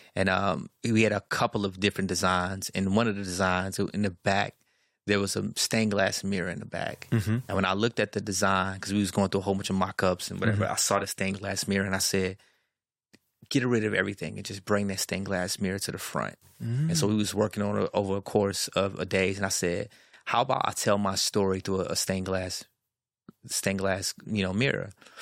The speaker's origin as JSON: {"language": "English", "town": "Chicago", "region": "Illinois", "country": "United States", "said": "On this side, it's my Chicago Bulls cap, because I'm from Chicago."}